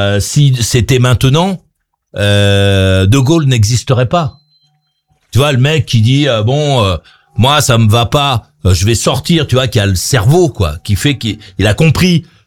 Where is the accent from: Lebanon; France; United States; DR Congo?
France; Bah oui, je suis Français moi.